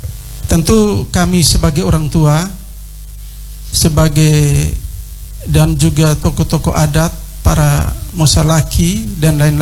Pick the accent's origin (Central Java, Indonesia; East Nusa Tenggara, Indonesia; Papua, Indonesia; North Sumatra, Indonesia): East Nusa Tenggara, Indonesia; Wolotopo; saya kemana-mana saya bangga saya sebagai orang Wolotopo, walaupun Wolotopo tanah toko, tanah tulang kampung batu, tetapi itulah Wolotopo, punya keunikan.